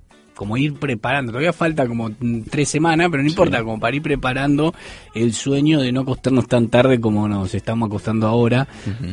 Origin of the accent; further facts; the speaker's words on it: Argentina; Sí, bueno, claro, nosotros, acá yo pensé que no me iba a acostumbrar, pero sí me he acostumbrado. Pero en Argentina uno se acuesta 10:30, 11